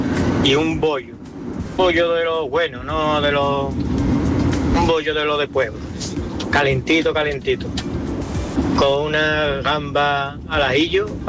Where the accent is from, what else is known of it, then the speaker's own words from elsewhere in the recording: Seville, Andalusia, Spain; Buenas tardes, para que nos escuche después. … de Sevilla.